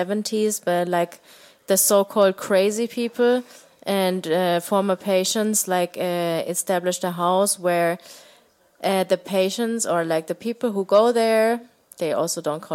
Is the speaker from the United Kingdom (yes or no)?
no; southern Germany, Germany; moved away; also born or lived in Berlin; I'm from Germany. I grew up in the south of Germany, more like a small town.